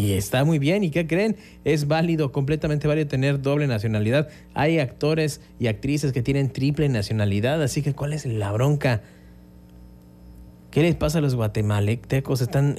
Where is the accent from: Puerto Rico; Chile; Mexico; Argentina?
Mexico; Nosotros los mexicanos no tenemos que llegar y demostrar ningún mendigo pedigrí para demostrar que somos mexicanos. Somos mexicanos y punto. Nacimos aquí y punto. Somos hijos de mexicanos, aunque naciéramos en Francia, bueno, pues aunque tengamos la nacionalidad francesa